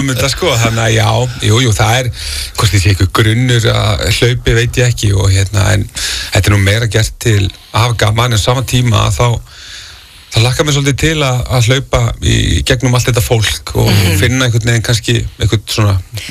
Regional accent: Reykjavík, Capital Region, Iceland; ég er úr Grafvogi að hérna svona síðustu ár þá, ég ætla ekki að segja að það er ykkur bylgja en það er mikið að krökkum, ungum sem að hafa týnt lífi sínu úr Grafvogi

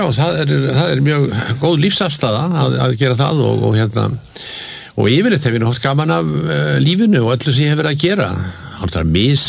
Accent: Reykjavík, Capital Region, Iceland; Já, ég sko alveg upp í Laugarneskverfinu og, og, og hérna bjóð þar þegar ég var ungur

